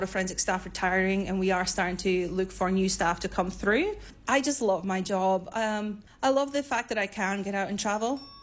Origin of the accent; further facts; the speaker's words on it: Scotland, United Kingdom; moved away as an adult; now in Queensland, Australia; So I'm Scottish. I moved to Queensland in 2010. And while I've been in Queensland, I've been kind of all around the state.